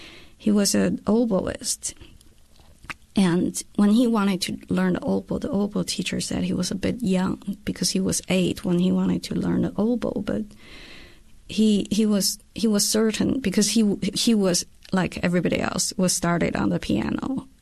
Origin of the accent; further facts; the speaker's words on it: China; So I grew up in China, and for instance, when I was little, all the adults would say